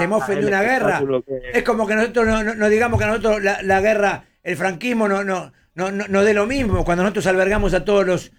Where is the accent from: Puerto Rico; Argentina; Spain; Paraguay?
Argentina; Yo, primero porque somos argentinos